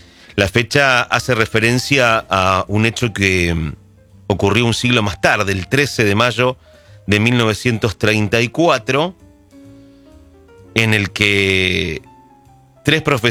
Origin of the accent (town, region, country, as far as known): Argentina